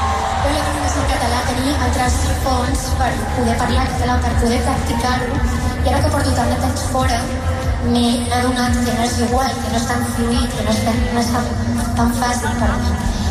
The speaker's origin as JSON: {"language": "Catalan", "region": "Catalonia", "country": "Spain", "tie": "born or raised there", "moved": "yes", "said": "Quan he crescut aquí, a Catalunya, encara que les nostres famílies no parlin castellà, català"}